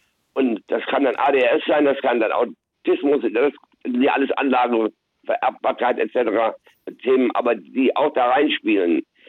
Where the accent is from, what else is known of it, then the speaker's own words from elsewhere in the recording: East Germany, Germany; moved away; Ich bin aus der DDR gekommen. Ich musste mich hier als Deutscher, als Flüchtling in Deutschland, musste ich mich behaupten.